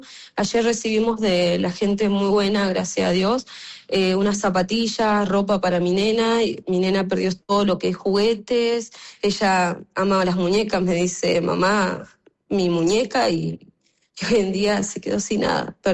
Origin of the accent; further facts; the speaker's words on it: Corrientes, Argentina; now in Trelew, Argentina; Soy de Corrientes, pero vivo hace muchos años acá.